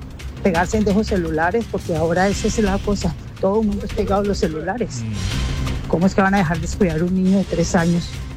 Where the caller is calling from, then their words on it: Madrid, Cundinamarca, Colombia; de Madrid.